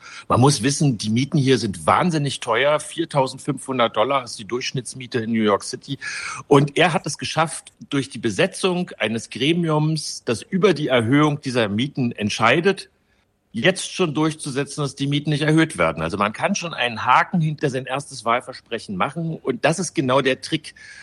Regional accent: Berlin, Germany; Ich komme ja selber aus Berlin.

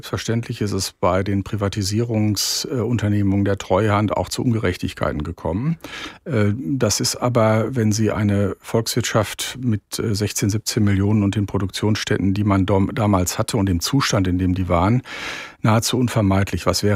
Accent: North Rhine-Westphalia, Germany; Ich komme, haben Sie erwähnt, aus Nordrhein-Westfalen

